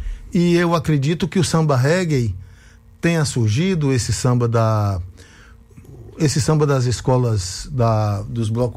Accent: Salvador, Bahia, Brazil; born there; apesar de ter sido criado até os 15 anos, eu nasci em Salvador, mas a minha família tinha trabalhos lá na fronteira com Minas.

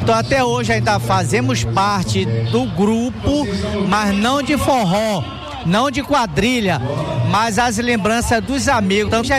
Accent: Salvador, Bahia, Brazil; sou residente da Liberdade, nascido e criado na Liberdade

